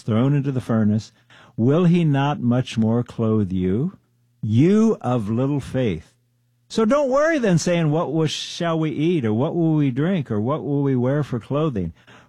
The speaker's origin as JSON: {"language": "English", "country": "Germany", "tie": "born or raised there", "also_born_or_lived": "Turkey", "said": "I grew up in living in Germany and Turkey. My dad was in the military. Then I lived out in the Philippines and Indian Ocean on aircraft carriers."}